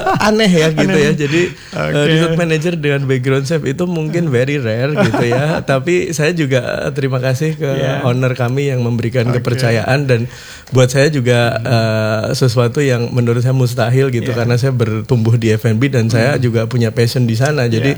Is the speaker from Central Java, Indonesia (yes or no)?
yes; Semarang, Central Java, Indonesia; now in Lombok, Indonesia; Saya Jawa Tengah, saya Semarang.